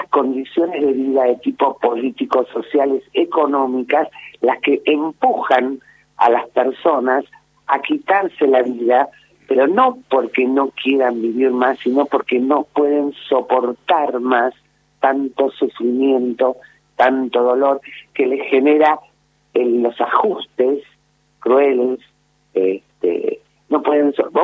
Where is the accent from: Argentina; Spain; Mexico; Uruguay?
Argentina; Salta; now in Buenos Aires, Argentina; yo soy de Salta. Qué lindo. Criada en Salta, aunque vivo en Buenos Aires.